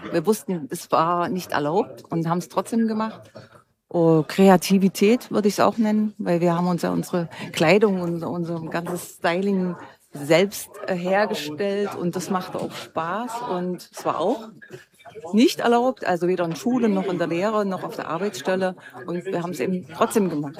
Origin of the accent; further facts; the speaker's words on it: Halle, Saxony-Anhalt, Germany; Ich komme aus Halle